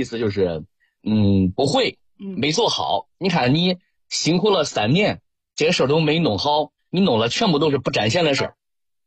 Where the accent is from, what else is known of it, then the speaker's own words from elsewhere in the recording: Henan, China; 也算是咱们河南话一个特别典型的字儿吧